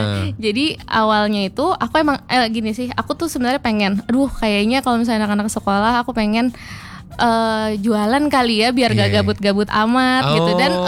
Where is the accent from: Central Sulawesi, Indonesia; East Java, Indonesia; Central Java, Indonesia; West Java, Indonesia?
West Java, Indonesia; Bandung; Aku dari daerah Antapani, Kak.